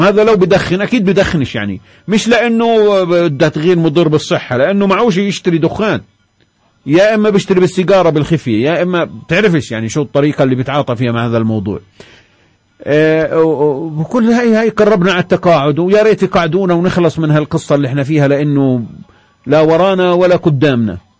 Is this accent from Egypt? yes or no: no; Palestine